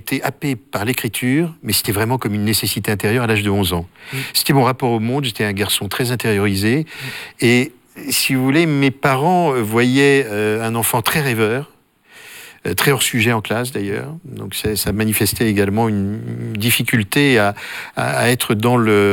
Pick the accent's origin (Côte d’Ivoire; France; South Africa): France; Paris, Île-de-France; moi j'ai passé mon enfance à Paris.